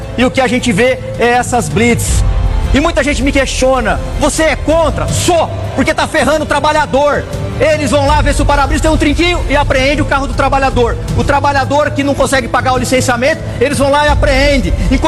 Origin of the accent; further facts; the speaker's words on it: Ribeirão Preto, São Paulo, Brazil; born there; moved away; na minha terra, Ribeirão Preto